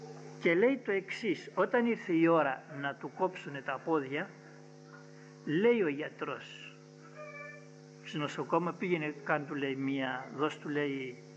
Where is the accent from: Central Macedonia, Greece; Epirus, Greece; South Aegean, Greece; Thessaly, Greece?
Thessaly, Greece; Volos; born there; Όταν ήμουν μικρός νεαρός μάλλον, στο Βόλο